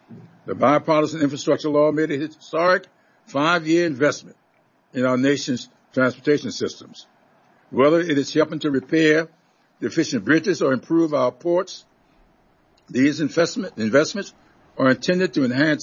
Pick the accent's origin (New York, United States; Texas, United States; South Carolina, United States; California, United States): South Carolina, United States; in 1 year alone, 2023, my home state has seen more than 1,000 fatalities on our roads, including in rural areas which face unique safety challenges. And this is not unique to South Carolina.